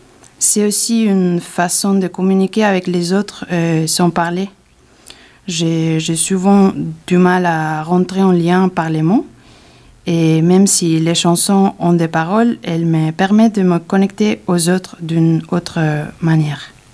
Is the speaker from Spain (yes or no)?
yes; Spain; French is a second language; moved away as an adult; je suis née et j'ai grandi en Espagne d'une mère espagnole et d'un père péruvien.